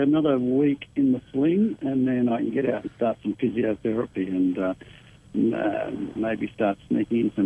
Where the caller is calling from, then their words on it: New South Wales, Australia; I'm actually calling in from the Hunter Valley this morning.